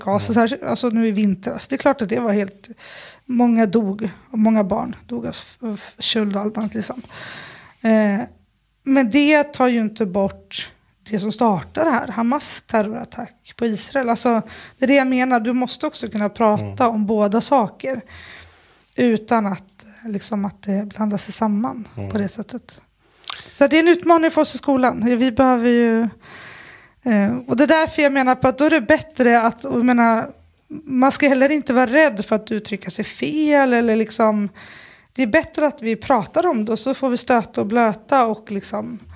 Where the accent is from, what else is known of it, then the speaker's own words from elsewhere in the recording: Sundsvall, Västernorrland County, Sweden; Jag är uppvuxen i Sundsvall. Och sen läste jag till lärare i Falun och sen började jag jobba i Husby.